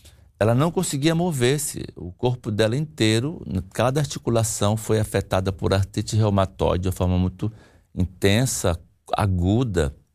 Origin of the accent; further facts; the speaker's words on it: Amazonas, Brazil; Eu sou do Amazonas, bem no norte do Brasil, e fui para São Paulo estudar.